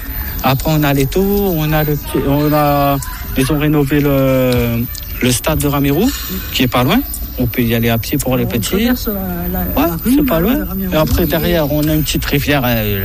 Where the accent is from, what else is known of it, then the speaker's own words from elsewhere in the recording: Réunion, France; moved away; quand je suis arrivé parce que j'étais un peu chaud, je venais de la Réunion.